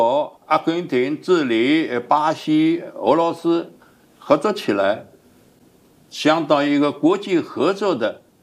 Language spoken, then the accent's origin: Chinese; China